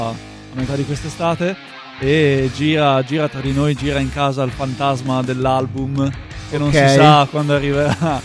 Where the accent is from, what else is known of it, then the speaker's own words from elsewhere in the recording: Veneto, Italy; now in Rome, Italy; dalle nostre parti è un festival a Treviso